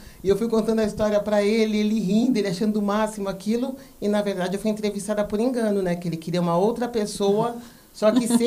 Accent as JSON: {"language": "Portuguese", "town": "Santos", "region": "São Paulo", "country": "Brazil", "moved": "yes", "lives_now": "Itatiba, Brazil", "said": "eu sou de Santos."}